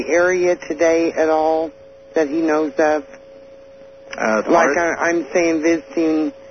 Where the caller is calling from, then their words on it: Wichita, Kansas, United States; I'm calling from Wichita.